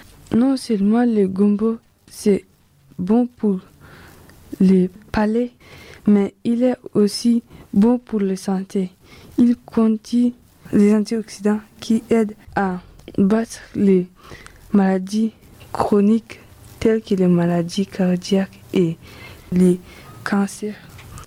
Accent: Chad; j'ai 14 ans. Je viens du Tchad.

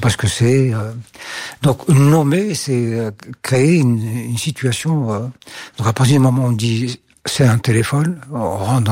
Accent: Algeria; je vis en Algérie.

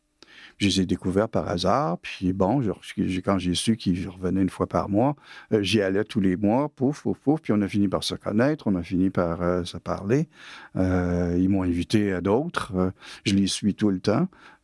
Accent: Quebec City, Quebec, Canada; moved away as an adult; now in Caen, France; ma ville natale, Québec, que j'adore, puis dont je m'ennuie souvent

